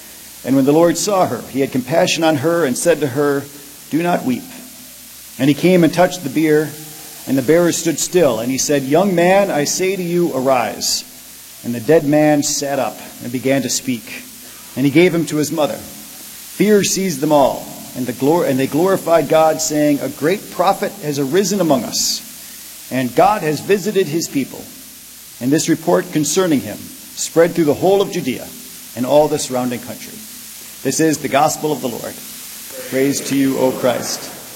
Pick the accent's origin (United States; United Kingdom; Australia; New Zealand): United States; Red Wing, Minnesota; But 2 weeks ago, I was home in my hometown in Red Wing.